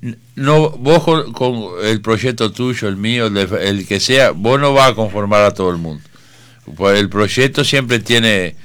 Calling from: Uruguay; esto es Uruguay, somos tú uruguayos

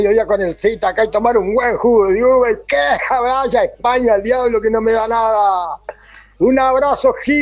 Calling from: Uruguay; Yo soy uruguayo, no hago hincha para otro país.

